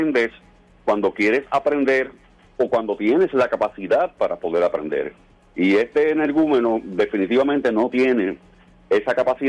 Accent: Fajardo, Puerto Rico; siempre he destacado el hecho de que soy de Fajardo, soy un Cariduro de verdad, de Fajardo, y a gloria de Dios la tengo.

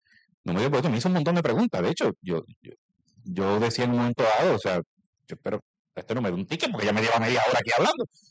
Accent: Corozal, Puerto Rico; En mi pueblo, en Corozal, yo decía a los muchachos que habían las tres profesiones típicas, ¿verdad?

